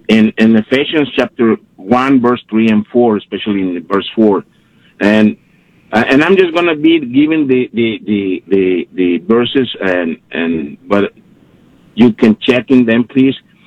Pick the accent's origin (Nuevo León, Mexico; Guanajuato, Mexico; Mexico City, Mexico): Nuevo León, Mexico; Monterrey; now in United States; I was born in Monterrey